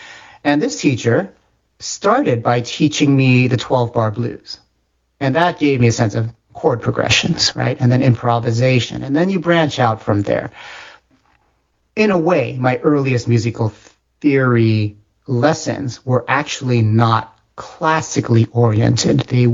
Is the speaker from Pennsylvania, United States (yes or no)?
no; Palo Alto, California, United States; because I grew up in Palo Alto, California